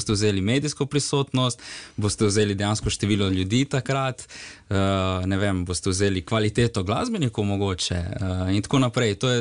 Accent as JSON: {"language": "Slovenian", "town": "Rijeka", "region": "Primorje-Gorski Kotar County", "country": "Croatia"}